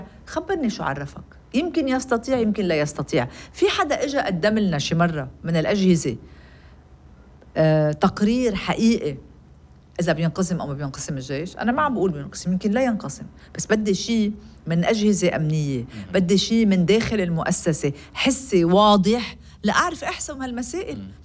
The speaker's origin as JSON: {"language": "Arabic", "country": "Lebanon", "said": "نحن كلبنانيين"}